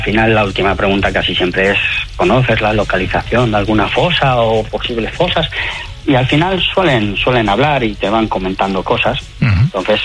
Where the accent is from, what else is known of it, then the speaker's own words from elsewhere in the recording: Amorebieta, Basque Country, Spain; de un combatiente guipuzcoano precisamente en mi pueblo, en Amorebieta.